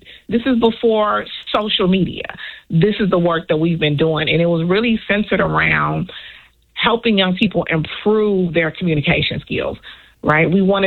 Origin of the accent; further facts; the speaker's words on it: Chicago, Illinois, United States; I'm a native Chicagoan.